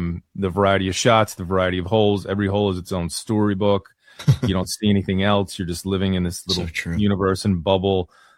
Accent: Philadelphia, Pennsylvania, United States; like growing up in Philly, you kind of have this attitude like, you know, we don't get to have nice things, and that's okay.

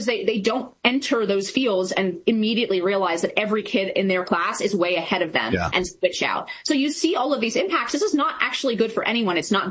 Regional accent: California, United States; I grew up in California, so I'm

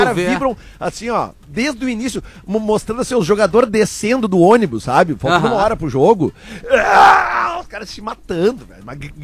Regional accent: Porto Alegre, Rio Grande do Sul, Brazil; Daí eu falei, eu sou do sul do Brasil, de Porto Alegre.

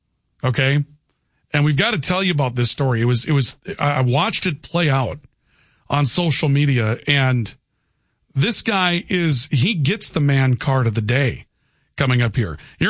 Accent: Valley City, North Dakota, United States; I grew up in Valley City where people were nice to each other.

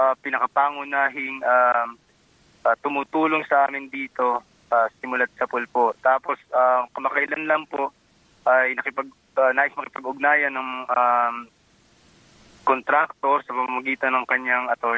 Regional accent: Caramoan, Bicol Region, Philippines; Taga Karamoan, Bicol.

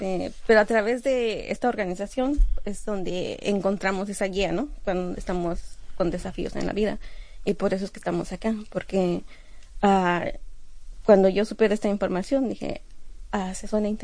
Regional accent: Mexico; moved away; Pues soy mexicana

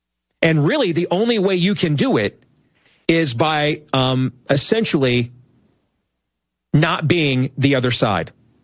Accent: Iowa, United States

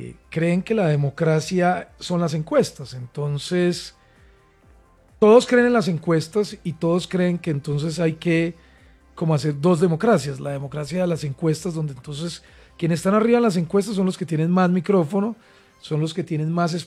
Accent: Riosucio, Caldas, Colombia; also born or lived in Medellín; Soy más paisa manizaleño, yo nací en Medellín, yo soy de un pueblo que se llama Riocio Caldas y me llevaron al hospital a nacer a Medellín.

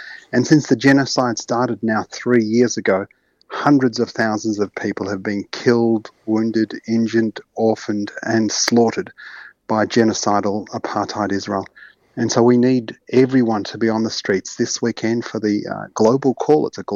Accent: Australia; born there; Australia, the land of my birth and so many of us, that gave refuge to people like my father following the ethnic cleansing of Palestine

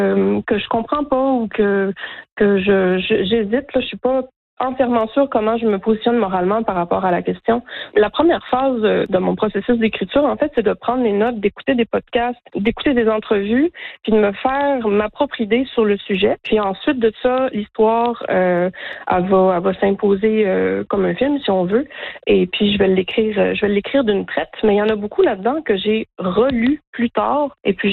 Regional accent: Quebec, Canada; les décors là, de rivières de mon coin de pays.

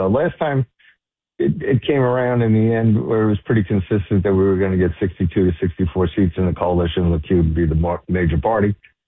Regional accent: New York, United States; I'm from New York.

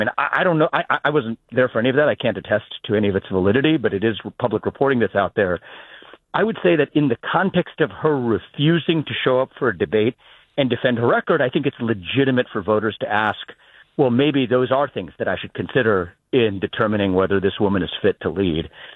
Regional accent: Ohio, United States; born there

